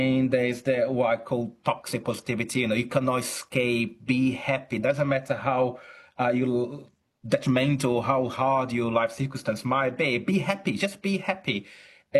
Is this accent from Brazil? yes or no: yes; Brazil; now in Chichester, United Kingdom; I'm originally from Brazil, although I'm academic in at the University of Chichester in the UK. I see a lot of that also in Brazil.